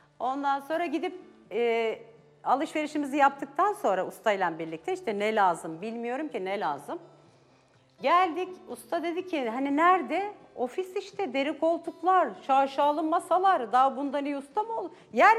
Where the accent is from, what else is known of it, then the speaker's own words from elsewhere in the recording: Kangal, Sivas, Turkey; Evliyim, iki çocuk annesiyim, Sivas Kangallıyım.